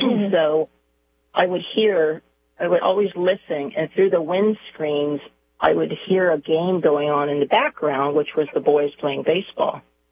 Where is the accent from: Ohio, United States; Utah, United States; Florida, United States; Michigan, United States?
Florida, United States; Key West; I grew up in Key West, Florida, on an island back in the early 1970s